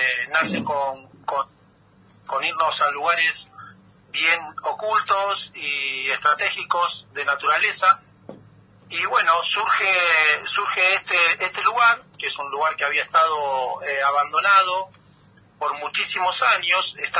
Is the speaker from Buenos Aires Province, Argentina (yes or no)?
yes; Mar del Plata, Buenos Aires Province, Argentina; moved away; yo soy de Mar del Plata y vine a este lugar a vivir en paz.